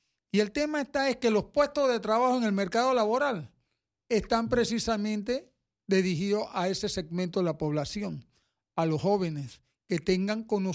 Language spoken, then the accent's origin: Spanish; Panama